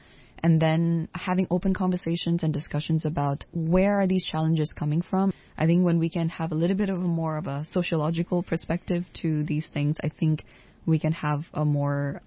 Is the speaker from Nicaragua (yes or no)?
no; Hong Kong; growing up in Hong Kong, kind of, you know, holding these bilingual or even trilingual identities, right? All of us speak at least two languages and a little bit of Cantonese as well.